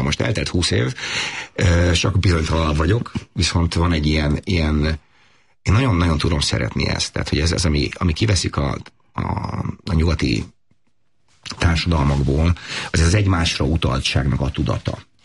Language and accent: Hungarian; Sopron, Győr-Moson-Sopron, Hungary; moved away as an adult; now in Egypt; én egy magyar paraszti családból származom, Sopronban nőttem fel.